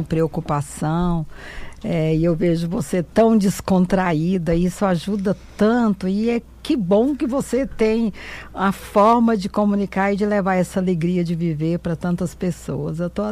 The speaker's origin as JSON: {"language": "Portuguese", "region": "Goiás", "country": "Brazil", "tie": "born or raised there", "accent": "mineiro", "moved": "yes", "said": "Minha mãe é mineira. Todo dia alguém pergunta se eu sou mineira, porque eu tenho esse sotaque de mineiro mesmo. Mas eu falo que eu aprendi a fazer negócio foi ali, no alpendre da casa da fazenda, com meu pai"}